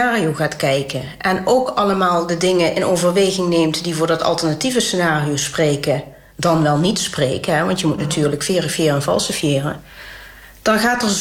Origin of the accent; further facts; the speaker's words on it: Limburg, Netherlands; also born or lived in Maastricht; ik ben natuurlijk geboren in Limburg en woon er al mijn hele leven. Geboren vlakbij Roermond, later in Maastricht gaan studeren.